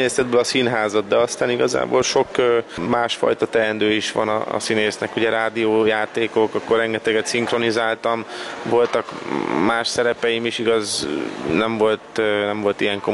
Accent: Budapest, Hungary; Egy külvárosi részen, a 16. kerületben születtem, ott is nőttem föl, és a mai napig ott vagyok.

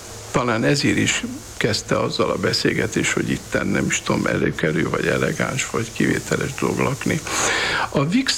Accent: Budapest, Hungary; born there; Budapesten születtem, és bár egy dunántúli faluhoz is nagyon sok családi emlék köt, én Budapestet szeretem.

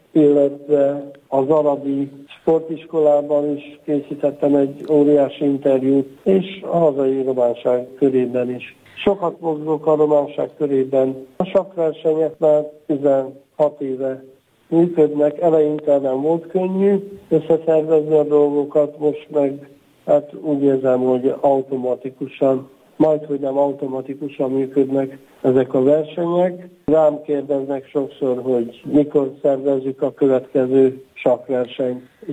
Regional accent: Békés, Hungary; Örülök neki, hogy románnak születtem, édesapám és édesanyám is mékeléki román volt, én is annak vallom magam. Nagyon sokan ismernek engem, főleg Gyulán

